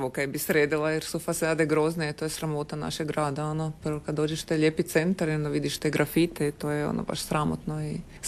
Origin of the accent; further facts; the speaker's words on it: Podravina, Croatia; accent: Kajkavian; now in Zagreb, Croatia; ja sam iz Podravine